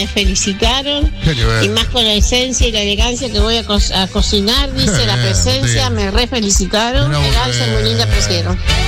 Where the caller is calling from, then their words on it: Selva, Santiago del Estero, Argentina; de Selva, Santiago del Estero